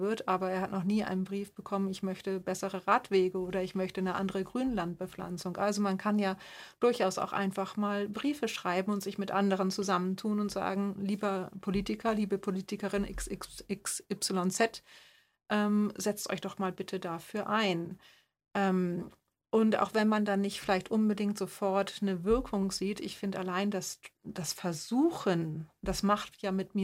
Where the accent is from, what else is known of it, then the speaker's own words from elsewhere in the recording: Germany; now in Austria; weil ich als Deutsche in Österreich kann nur wenig wählen.